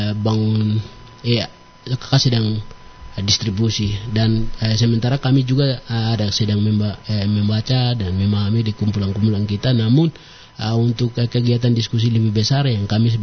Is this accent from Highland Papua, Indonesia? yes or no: yes; Baliem Valley, Highland Papua, Indonesia; first language Nayak (Dani); saya anak Lemba asli. Dari JJS ini.